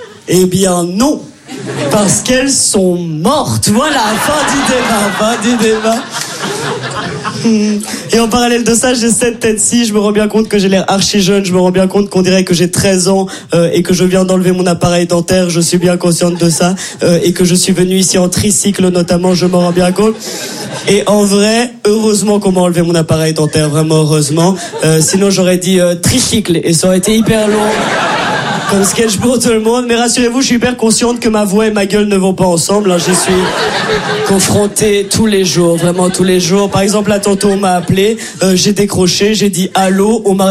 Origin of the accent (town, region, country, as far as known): Brussels, Belgium; accent: Brussels